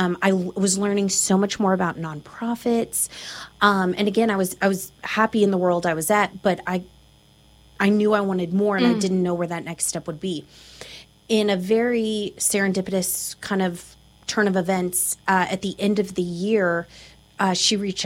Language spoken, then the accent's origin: English; Kentucky, United States; It's not an industry that I grew up in, but growing up in Woodford County, it very much was